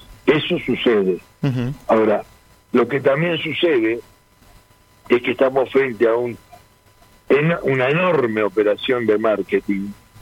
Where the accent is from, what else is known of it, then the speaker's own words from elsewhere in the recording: Argentina; esa necesidad que tenemos como país, como argentinos.